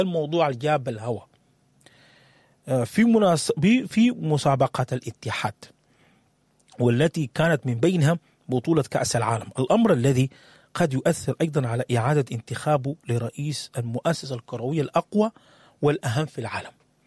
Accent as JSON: {"language": "Arabic", "country": "Sudan", "said": "لأنه إحنا بنعرف كسودانيين شنو لما يخش الموضوع قبيلتي وقبيلتك وكلام كتير،"}